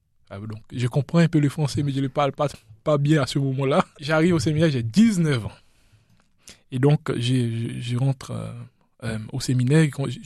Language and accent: French; La Digue, Seychelles; J'ai grandi aux Seychelles dans une île qui s'appelle la Digue. À savoir que nous avons 115 îles aux Seychelles.